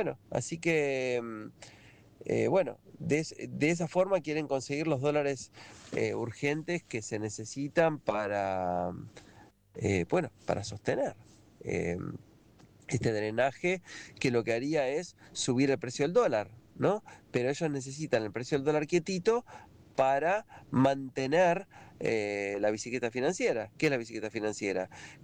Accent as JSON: {"language": "Spanish", "country": "Argentina", "said": "Nosotros, el resto, el pueblo, no somos los argentinos de bien."}